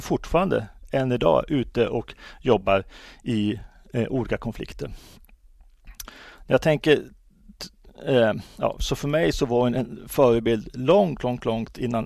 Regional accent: Värmland, Sweden; also born or lived in Nacka; jag sa ju att jag var född i Nacka, uppvuxen i Värmland. Men när folk försöker lista ut var jag kommer ifrån så säger de flesta Blekinge eller Småland.

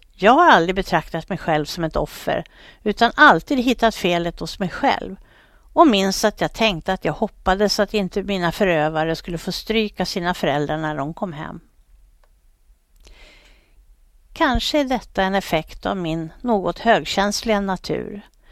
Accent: Vällingby, Stockholm County, Sweden; Jag växte upp i Vällingby och flyttade med familjen senare till Spånga.

